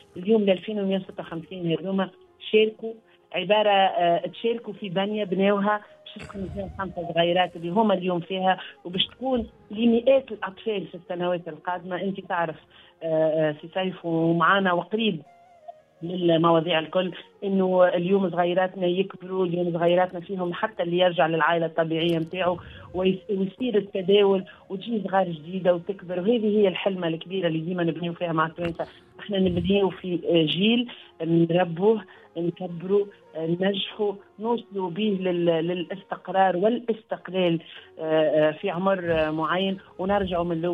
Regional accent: Tunisia; احنا 2156 تونسي اللي دخلوا على TRADV.SWZ.N من 34 دولة حول العالم من تونس

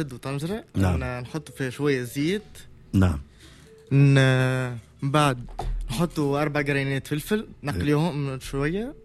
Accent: Radès, Ben Arous, Tunisia

